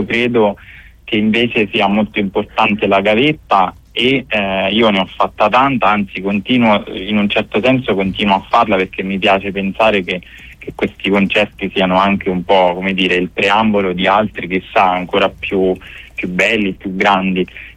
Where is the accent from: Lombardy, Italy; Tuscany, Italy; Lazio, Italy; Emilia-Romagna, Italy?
Lazio, Italy; Valmontone; Assolutamente sono di Valmontone